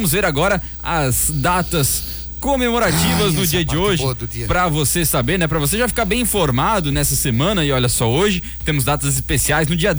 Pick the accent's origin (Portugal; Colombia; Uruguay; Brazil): Brazil; Não, a gente é brasileiro.